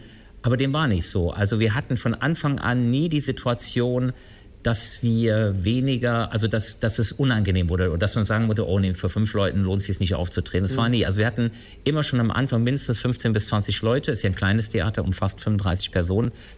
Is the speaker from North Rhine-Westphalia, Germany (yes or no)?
yes; Cologne, North Rhine-Westphalia, Germany; moved away as an adult; now in Bremen, Germany; Also ich komme ursprünglich aus Köln, habe damals in Köln BWL studiert